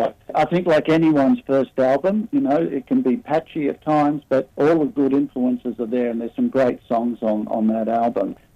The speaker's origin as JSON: {"language": "English", "town": "Rockhampton", "region": "Queensland", "country": "Australia", "tie": "born there", "said": "and then so I was born in Rockhampton in Queensland, and then a week later we all travelled up by train back up to rejoin the show in Cairns."}